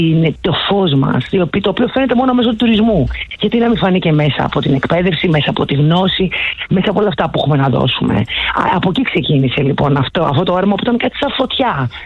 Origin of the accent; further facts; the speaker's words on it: Greece; γιατί αξίζουμε εμείς σαν Έλληνες.